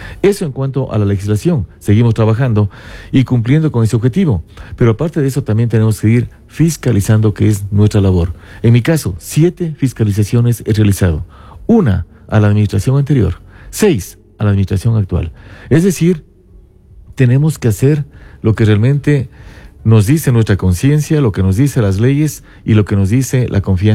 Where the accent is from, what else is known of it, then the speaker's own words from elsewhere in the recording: San Antonio de Ibarra, Imbabura, Ecuador; en mi caso de San Antonio de Ibarra, yo soy de San Antonio